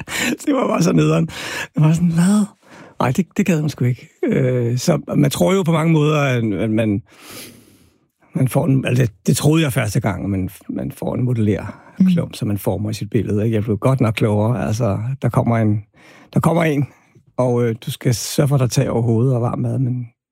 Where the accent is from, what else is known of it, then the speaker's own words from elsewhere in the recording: Albertslund, Capital Region of Denmark, Denmark; jeg havde jo et meget anderledes børneliv, end mine egne børn har haft, fordi at jeg voksede op i Albertslund på Villavej, og det, der hedder Soveby.